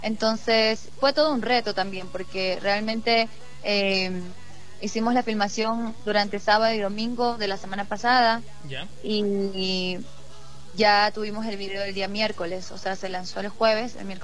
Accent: Quevedo, Los Ríos, Ecuador; Yo soy de Quevedo.

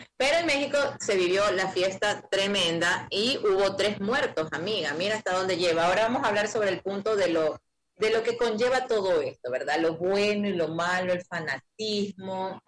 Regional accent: Ecuador; yo soy ecuatoriana

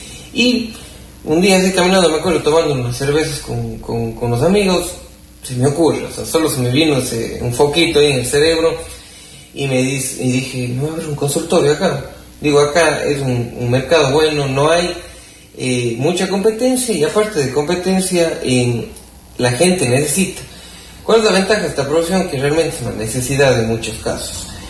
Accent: Cuenca, Azuay, Ecuador; moved away as an adult; now in Patuca, Ecuador; y obviamente serrano, pues, cuencanito, colorado, vengo a este calor

